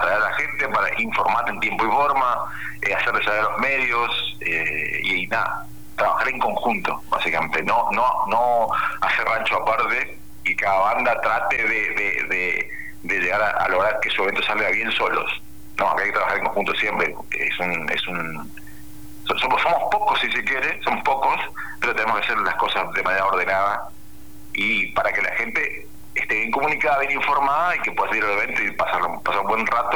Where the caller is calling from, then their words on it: Posadas, Misiones, Argentina; Somos 4 músicos, somos de Posadas